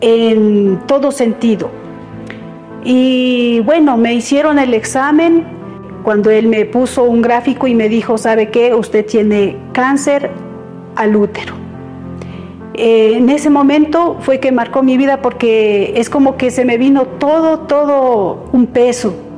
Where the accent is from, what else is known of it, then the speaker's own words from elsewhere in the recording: Carchi, Ecuador; now in Quito, Ecuador; Yo vine del Carchi aquí a Quito, donde me enfrenté a muchos riesgos sin tener a nadie aquí.